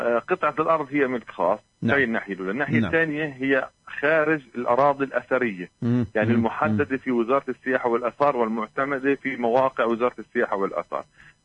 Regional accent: Hebron, Hebron Governorate, Palestine; احنا اولاد البلد، بلدية الخليل عمرها اكبر من عمر هذا الاحتلال

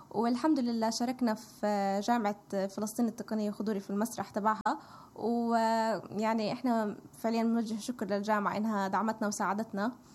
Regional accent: Palestine; now in Tulkarm, Palestine; إحنا كفلسطينية وكموجودين في طول كرم

